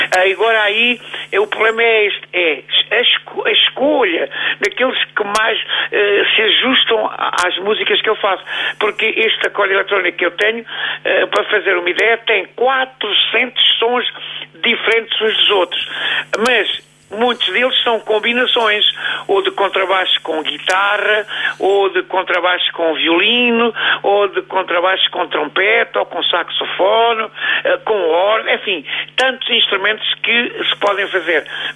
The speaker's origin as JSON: {"language": "Portuguese", "town": "Lagos", "region": "Algarve", "country": "Portugal", "tie": "born or raised there", "said": "o meu professor Antônio Falé tinha em Lagos, onde eu nasci, no sul do Algarve, uma Academia Universal de Acordeão"}